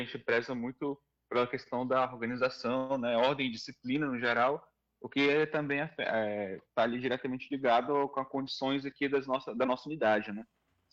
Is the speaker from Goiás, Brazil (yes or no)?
no; Manaus, Amazonas, Brazil; Eu sou manauara daqui do Amazonas, com muito orgulho.